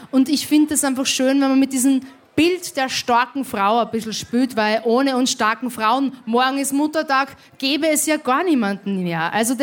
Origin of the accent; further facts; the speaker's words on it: Austria; wir in Österreich, wir haben die beste Küche.